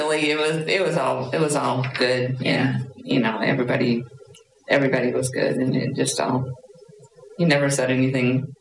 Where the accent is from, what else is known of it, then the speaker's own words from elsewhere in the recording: Missouri, United States; born there; also born or lived in Memphis, Tennessee; No, I was born down in Missouri.